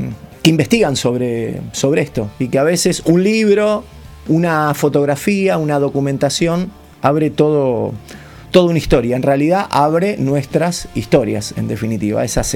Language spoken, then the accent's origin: Spanish; La Matanza, Buenos Aires Province, Argentina; Gustavo y yo, que formamos parte de la banda también, somos de La Matanza.